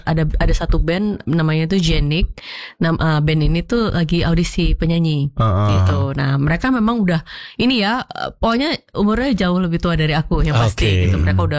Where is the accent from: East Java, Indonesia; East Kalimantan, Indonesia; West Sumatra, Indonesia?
East Java, Indonesia; Surabaya; born or raised there